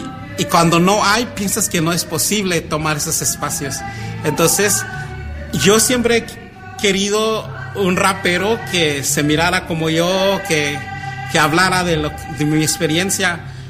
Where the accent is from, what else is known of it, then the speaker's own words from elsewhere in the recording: Fresno, California, United States; hablo de cómo crecí en Fresno, cómo navegué las diferentes calles, apartamentos, trailers, casas pequeños, el campo